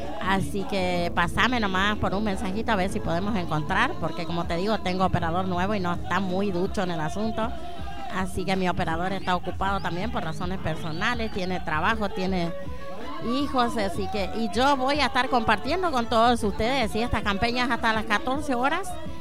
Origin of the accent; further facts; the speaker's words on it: Formosa, Argentina; la música que nos identifica como argentinos y como formoseños.